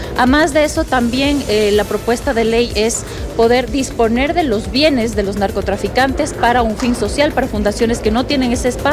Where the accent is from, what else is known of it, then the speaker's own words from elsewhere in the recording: Ecuador; Porque nosotros como ecuatorianos, ustedes, nosotros, todos pagamos, ¿sí?